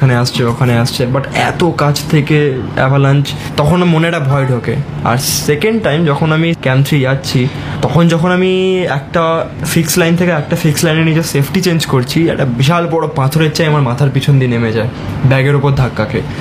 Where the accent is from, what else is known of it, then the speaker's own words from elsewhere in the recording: India; আমি first Indian যে বিশ্বের সর্বোচ্চ আগ্নেয়গিরি ওহোজ দেল সালাদো মাথায় আমি ভারতের জাতীয় সঙ্গীত দিয়েছিলাম